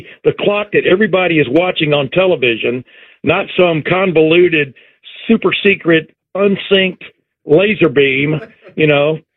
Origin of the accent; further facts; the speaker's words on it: Texas, United States; moved away; also born or lived in Alabama; Obviously, I was born in Alabama, raised in Texas, and moved away from there in 1976, so this is my 50th year up here